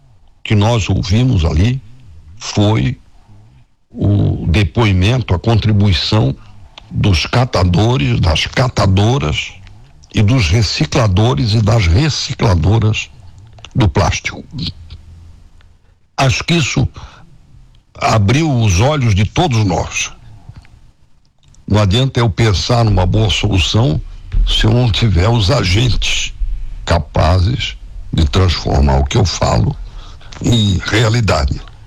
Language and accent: Portuguese; Santa Catarina, Brazil; eu pessoalmente, sinceramente, me sentisse orgulhoso como catarinense